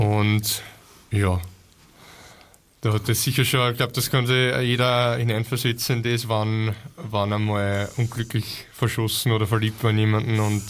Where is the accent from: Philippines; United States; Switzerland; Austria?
Austria; Bruck an der Leitha, Lower Austria; wir sind ja alle aus dem Raum Bruck und der Leiter, Heimbruck und der Donau. Bei uns ist so, wenn du fortgehst oder feiern willst, dann gehst du halt fast nach Wien.